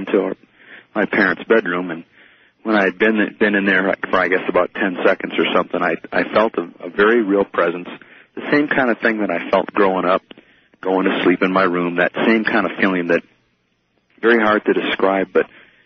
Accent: Minnesota, United States; now in Colorado Springs, United States; I grew up in a small town in Minnesota.

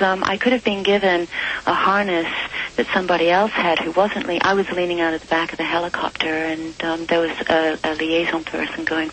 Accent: United Kingdom; born there; I was born in Britain, although I hadn't lived there for any length of time.

